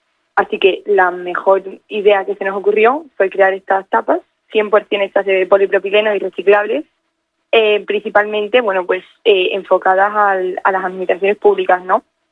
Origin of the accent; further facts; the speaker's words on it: Extremadura, Spain; para mí, como extremeña y como aceuteña